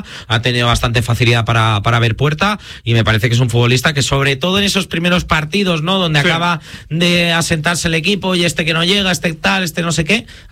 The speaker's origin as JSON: {"language": "Spanish", "town": "Torralba de Calatrava", "region": "Castilla-La Mancha", "country": "Spain", "tie": "born or raised there", "said": "Torralba de Calatrava, mi pueblo, Ciudad Real."}